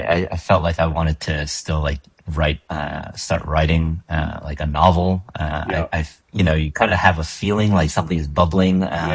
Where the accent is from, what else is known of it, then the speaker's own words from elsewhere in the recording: Jersey City, New Jersey, United States; when I was growing up in Jersey City back in, like, the 80s